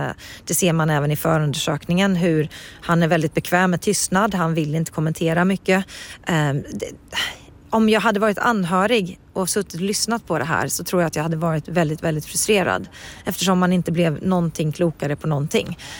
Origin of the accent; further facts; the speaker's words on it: Västra Götaland County, Sweden; där jag kommer ifrån, Västergötland